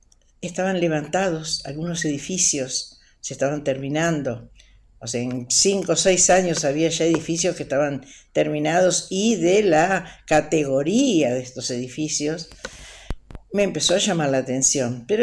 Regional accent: Uruguay; now in La Plata, Argentina; Soy uruguaya, hace muchos años que estoy viviendo acá en Argentina y bueno, lo considero mi país. Yo me vine muy jovencita a vivir donde, en Gonet, hoy estoy viviendo en la misma ciudad de La Plata.

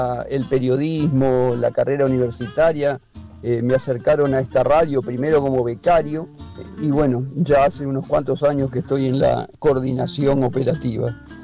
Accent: Rosario, Santa Fe, Argentina; nacido y criado en Rosario, por supuesto.

